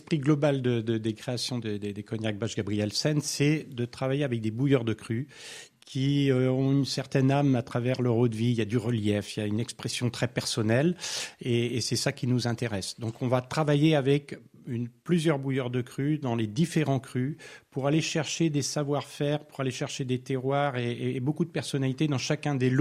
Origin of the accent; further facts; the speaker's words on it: Nouvelle-Aquitaine, France; Oui, je suis un enfant du pays, effectivement. Ma famille est dans les sols des Charentes depuis bien des siècles, oui.